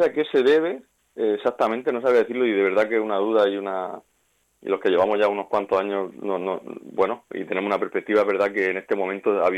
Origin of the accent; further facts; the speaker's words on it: Region of Murcia, Spain; De Cartagena, yo sí vivo en Murcia centro, José en Sangonera, es decir, somos, digamos, de la zona, pero vamos, todos murcianos.